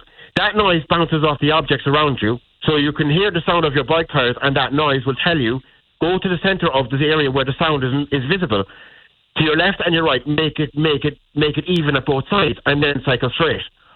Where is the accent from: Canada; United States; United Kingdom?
United Kingdom; England; I'm an English.